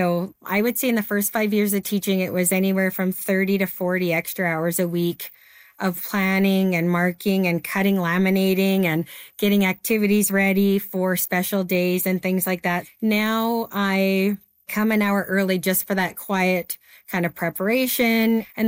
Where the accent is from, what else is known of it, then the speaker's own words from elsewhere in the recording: Lethbridge, Alberta, Canada; I am from Lethbridge, Alberta.